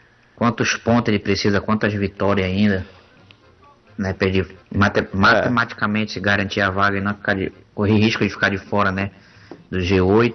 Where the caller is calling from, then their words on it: Macaé, Rio de Janeiro, Brazil; direto de Macaé, Rio de Janeiro.